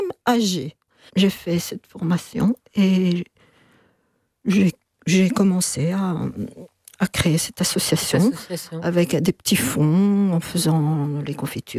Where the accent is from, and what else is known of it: Belgium